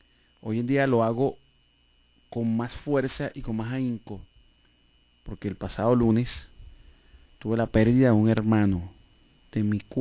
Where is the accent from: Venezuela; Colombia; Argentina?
Venezuela; Tomemos conciencia como venezolanos que somos.